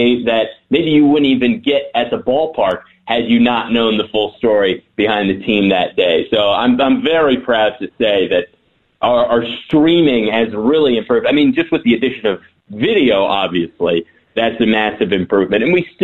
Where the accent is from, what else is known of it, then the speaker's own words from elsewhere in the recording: Chicago, Illinois, United States; also born or lived in Syracuse; now in Asheville, United States; I'm a Cubs fan. I was raised on the North Side.